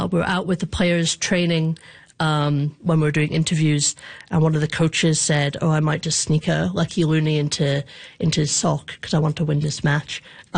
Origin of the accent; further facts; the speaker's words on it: Scotland, United Kingdom; now in Canada; I'm from Scotland originally, and kind of Canada's taken me in.